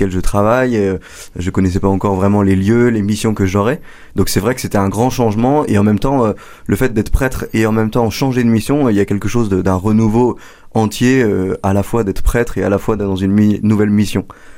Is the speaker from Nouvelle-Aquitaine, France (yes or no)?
no; Compiègne, Hauts-de-France, France; Alors moi, je suis originaire de Picardie, pas très très loin. Je viens de Compiègne.